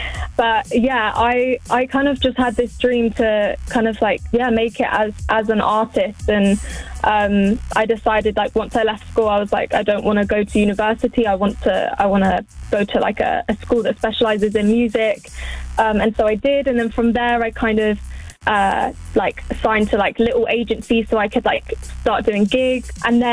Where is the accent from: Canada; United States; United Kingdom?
United Kingdom; Leighton Buzzard, East of England; moved away as an adult; So I grew up in Leighton Buzzard, but then when I was 18, I decided to go to like a music school in Shoreditch and started kind of like doing music there. But yeah, I'm from Leighton.